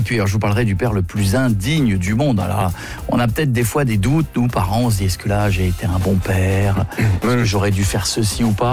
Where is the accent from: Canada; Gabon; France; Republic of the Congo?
France; On se plaint toujours chez nous en France. On dit oui, c'est la SNCF.